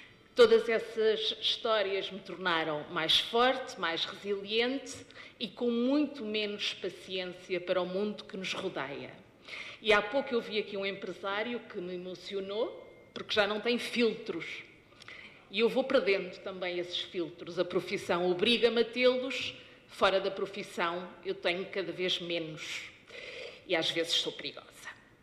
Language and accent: Portuguese; Centro, Portugal; also born or lived in Lisbon / Spain; apesar de ter nascido onde quase toda a gente nasceu em Lisboa, na Alfredo da Costa, sempre direi que sou beirã.